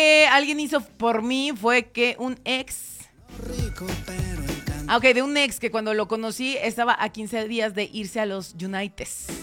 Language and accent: Spanish; Guadalajara, Jalisco, Mexico; Yo soy de Guadalajara, posdata, yo soy de Guadalajara y me vine a vivir acá también por él